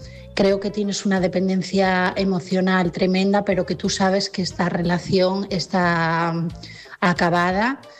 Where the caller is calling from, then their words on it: Asturias, Spain; de Asturias y mi mensaje esta noche es para Leticia.